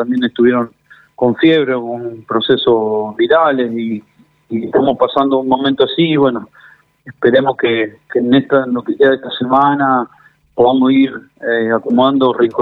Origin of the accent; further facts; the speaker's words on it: Argentina; como estamos todos los argentinos, muy eufóricos, muy ilusionados.